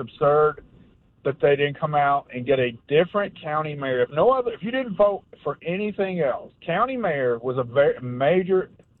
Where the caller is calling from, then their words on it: Tennessee, United States; I'm from East Tennessee.